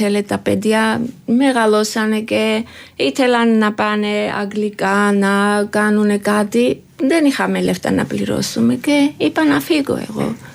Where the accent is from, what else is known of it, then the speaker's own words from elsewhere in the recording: Tianeti, Mtskheta-Mtianeti, Georgia; Greek is a second language; moved away as an adult; now in Greece; Είμαι από την Γεωργία. Στη Γεωργία υπάρχει ένα μικρό πόλι, Τιανέτι. Εγώ από εκεί είμαι.